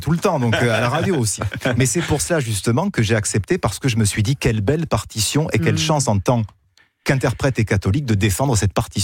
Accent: Marseille, Provence-Alpes-Côte d'Azur, France; Alors que moi, je viens de Marseille.

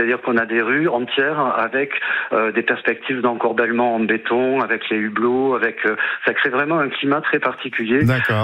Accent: Toulouse, Occitanie, France; Je suis toulousain

